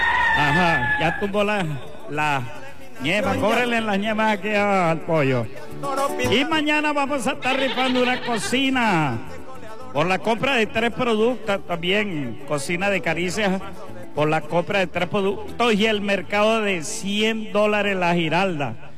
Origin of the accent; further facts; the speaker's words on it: Venezuela; llanera que nos identifica como excelentes venezolanos.